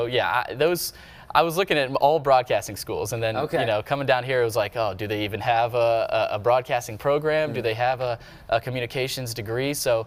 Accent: Nashville, Tennessee, United States; moved away as an adult; now in Ave Maria, United States; I'm originally from Nashville, and you know, you're probably surprised to see me down here.

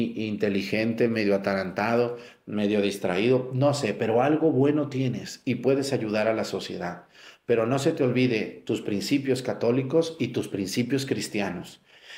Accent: Jalisco, Mexico; now in Guerrero, Mexico; Yo soy de Jalisco, pero Dios me puso en Guerrero.

